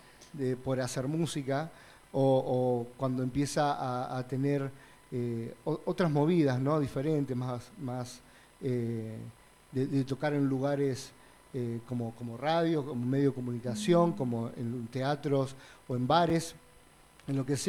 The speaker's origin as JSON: {"language": "Spanish", "town": "Guatimosín", "region": "Córdoba", "country": "Argentina", "tie": "born there", "also_born_or_lived": "Rosario", "said": "Yo nací en la localidad de Guatimosín, que queda al sudeste de la provincia de Córdoba, casi al límite provincial con Santa Fe. Que, bueno, lo más cerca que tenemos ahí como para una referencia es Venado Tuerto. Uh-huh. Pero, bueno, Guatimosín queda al lado de Córdoba"}